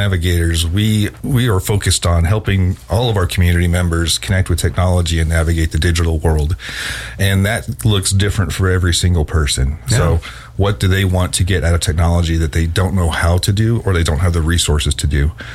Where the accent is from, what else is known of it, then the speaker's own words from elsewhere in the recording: Denver, Colorado, United States; now in Arizona, United States; I grew up in Denver, Colorado, so I needed by Rocky Mountains.